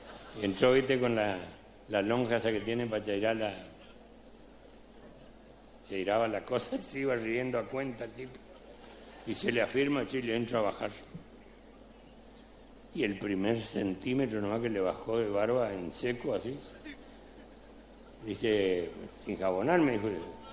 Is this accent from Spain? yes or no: no; Chaco, Argentina; nosotros antes fuimos territorio nacional del Chaco, antes de ser provincia.